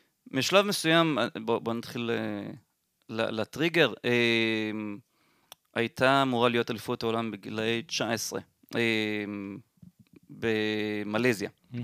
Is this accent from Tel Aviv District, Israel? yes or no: yes; Holon, Tel Aviv District, Israel; also born or lived in Ra'anana; אני בן 40, גדלתי בחולון, אחר כך רעננה, תל אביב.